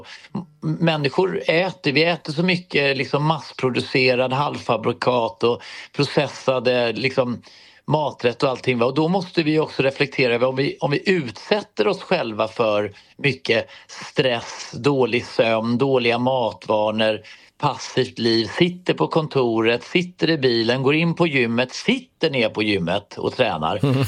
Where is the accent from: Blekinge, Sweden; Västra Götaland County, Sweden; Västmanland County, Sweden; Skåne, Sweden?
Blekinge, Sweden; Karlshamn; moved away; jag är ju född och uppvuxen i Karlshamn i en så här Astrid Lindgren-värld med, du vet, mamma odlade grönsaker och man gick ut och hämtade potatis och vi hade ägg och man kunde liksom få lammkött och hade egen grisa